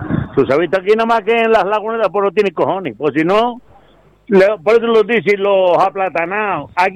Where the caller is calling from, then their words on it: Vega de San Mateo, Canary Islands, Spain; yo soy un ciudadano de La Vega de San Mateo.